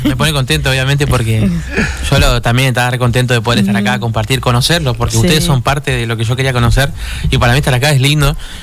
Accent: Argentina

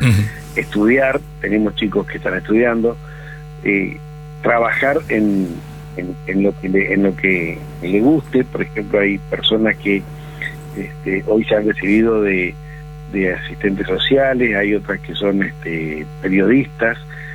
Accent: Mburucuyá, Corrientes, Argentina; de mi pueblo, en Brucuyá

